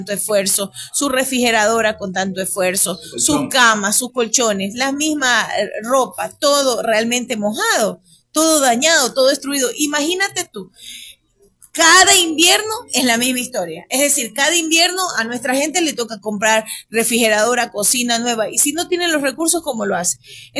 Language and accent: Spanish; Esmeraldas, Ecuador; nosotros como esmeraldeños